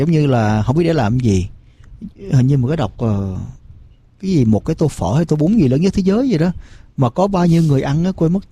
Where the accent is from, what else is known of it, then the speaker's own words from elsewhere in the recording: United States; mình là người Mỹ gốc Việt nha.